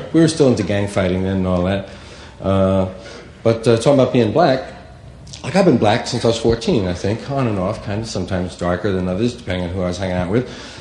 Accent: New York, United States; side, Harlem. And we'd call our little neighborhood White Harlem, because it sounded bad, you know? Where are you from? White Harlem. Hey. Sound tough, sound down. The real name was Morningside Heights.

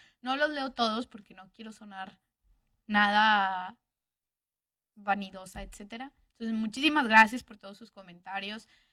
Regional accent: Mexico; Mexicana, oigan, soy mexicana.

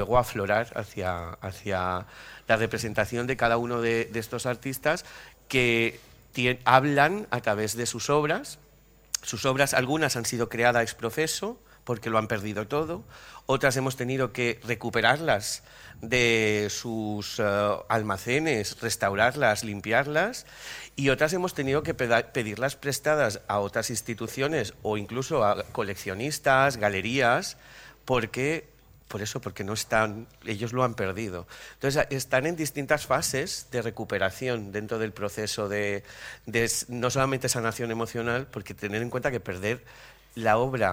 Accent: Algemesí, Valencian Community, Spain; Yo soy d'Algemesí

